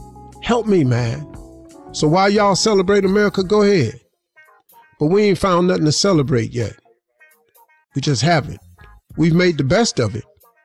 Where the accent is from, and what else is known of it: Welch, West Virginia, United States; born or raised there